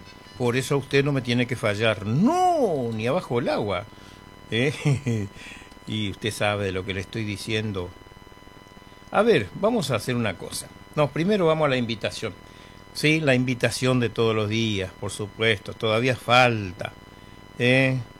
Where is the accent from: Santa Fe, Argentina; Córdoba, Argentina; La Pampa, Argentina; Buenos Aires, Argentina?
Buenos Aires, Argentina; also born or lived in Chaco; now in Ushuaia, Argentina; mi padre era correntino, yo soy chaqueño. Y por supuesto, criado en Buenos Aires, o mal criado en Buenos Aires, ¿no? Y bien criado acá en Ushuaia, por supuesto, gracias a Dios.